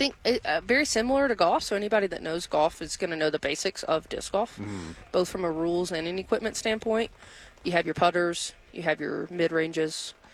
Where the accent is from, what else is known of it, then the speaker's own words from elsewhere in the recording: Alabama, United States; also born or lived in Tennessee; I'm all the way from Alabama.